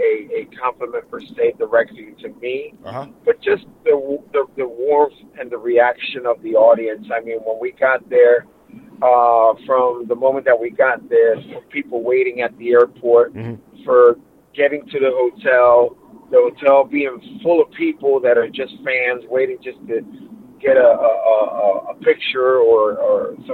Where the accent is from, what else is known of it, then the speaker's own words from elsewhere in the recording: Puerto Rico; now in New Jersey, United States; Born and raised in Puerto Rico